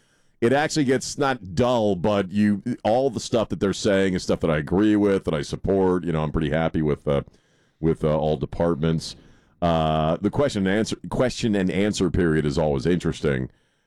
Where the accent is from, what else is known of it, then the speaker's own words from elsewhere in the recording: Maryland, United States; I grew up with people. I grew up in Maryland. I grew up with a lot of people who are Democrats